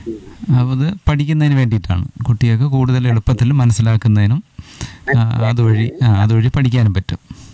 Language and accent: Malayalam; Nedumangad, Kerala, India; ഞാൻ ചിത്രകാരനാണ്. നെടുമങ്ങാട് പനയമുട്ടം എന്ന് പറയുന്ന സ്ഥലത്താണ് എന്റെ സ്വദേശം.